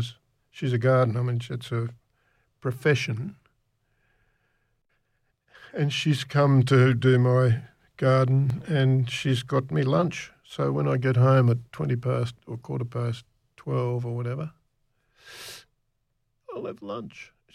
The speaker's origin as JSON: {"language": "English", "country": "Australia", "also_born_or_lived": "London / Edinburgh", "said": "I guess it's because of this sort of thing about being Australian. Are we really Australian? Or why do I play the bagpipes and wear a kilt and pretend to be a Scotsman? Because I've got a Scottish surname."}